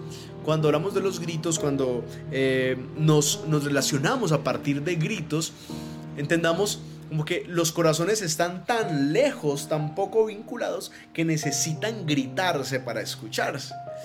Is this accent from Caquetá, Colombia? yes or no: yes; Caquetá, Colombia; now in Medellín, Colombia; Yo no soy de Medellín, pero vivo en Medellín hace 20 años quizás, más o menos, soy de Caquetá, del sur del país, y llegar aquí solo, con unos amigos